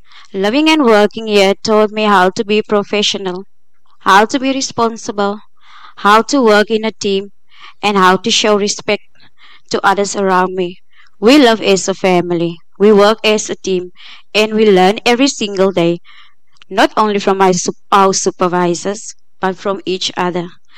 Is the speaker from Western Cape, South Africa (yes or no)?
yes; Schoemanshoek, Western Cape, South Africa; I'm from Schoemanshoek.